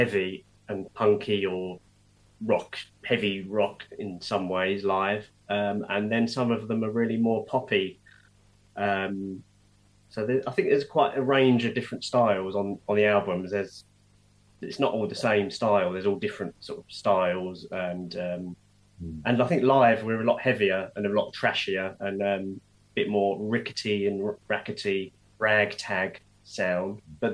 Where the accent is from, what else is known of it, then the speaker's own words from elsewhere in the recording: Essex, East of England, United Kingdom; I'm from Essex